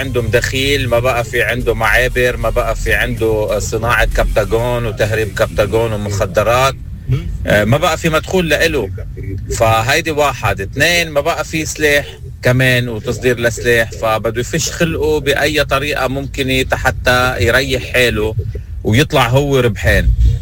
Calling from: Lebanon

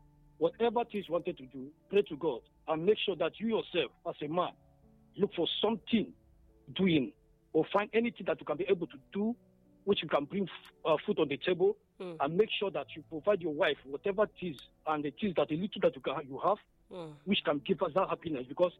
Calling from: Afikpo, Ebonyi, Nigeria; I'm calling you in Afiko here in Ebonyi State.

